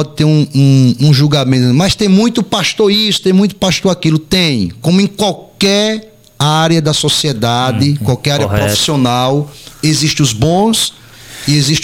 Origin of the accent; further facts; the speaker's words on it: Maceió, Alagoas, Brazil; moved away as an adult; now in Penedo, Brazil; sou natural de Maceió, mas me sinto mais penedense do que maceioense.